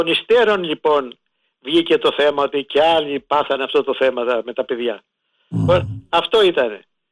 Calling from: Dragano, Ionian Islands, Greece; Εγώ από Δράγανο είμαι.

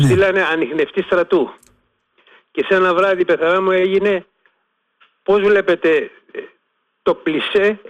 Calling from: Peloponnese, Greece; Κατάγομαι από τη Μέσα Μάνη.

